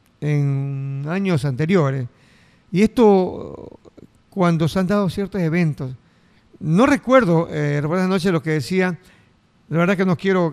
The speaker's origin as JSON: {"language": "Spanish", "country": "Ecuador"}